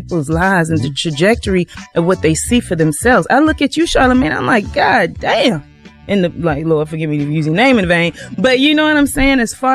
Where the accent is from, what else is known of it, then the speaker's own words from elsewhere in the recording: South Carolina, United States; she looked in the playbill and saw that I was from South Carolina and that I went to, she just did some research and found out I went to this governor's school in high school, right?